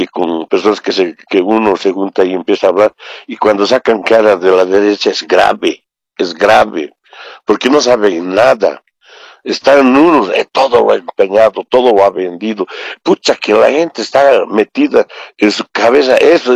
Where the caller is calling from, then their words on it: La Paz, Bolivia; Le hablo de la ciudad de La Paz.